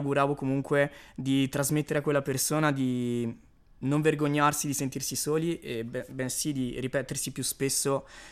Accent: Trento, Trentino-Alto Adige, Italy; also born or lived in Apulia; vengo da Trento, di origine pugliese in realtà

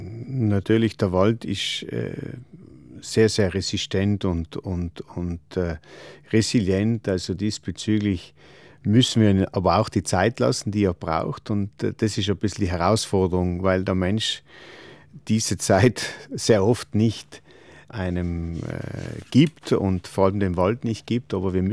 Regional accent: Trentino-Alto Adige, Italy; wir als Südtiroler, wir leben ja in einem Gebirgsland

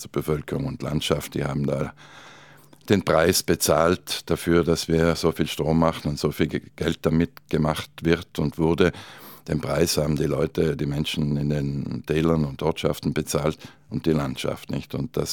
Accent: Trentino-Alto Adige, Italy; Bei uns in Südtirol gehört natürlich der Reschenstausee, nicht mit dem Kirchturm, der da herausschaut.

